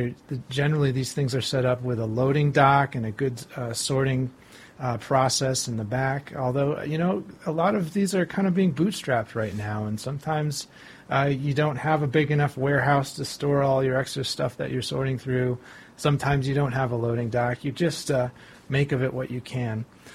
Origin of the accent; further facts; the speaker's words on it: Cortland, New York, United States; In my hometown of Cortland, there's one.